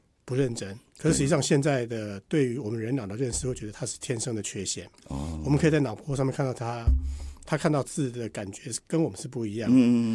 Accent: Taiwan; 我们大家在台湾长大

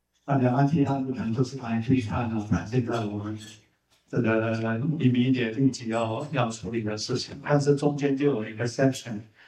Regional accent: Taiwan; 那我们台湾人呢，淡水河花了我

